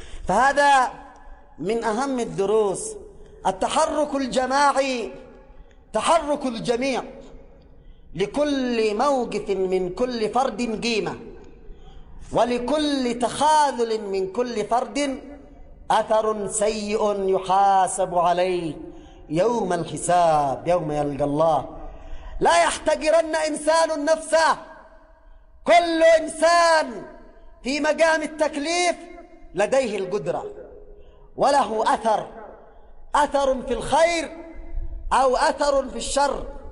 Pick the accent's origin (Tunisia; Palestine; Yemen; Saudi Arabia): Yemen; نتحدث عن واقعنا في بلدنا اليمن الحبيب.